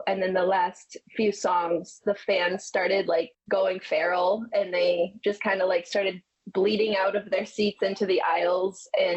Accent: Michigan, United States; we're from Michigan

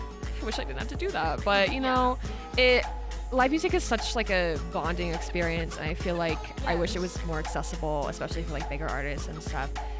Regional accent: West Virginia, United States; now in Fort Collins, United States; So I am actually from West Virginia

